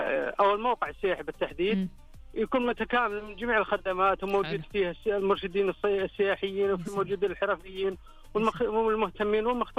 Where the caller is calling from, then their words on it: Buraydah, Al-Qassim, Saudi Arabia; من القصيم بريدة.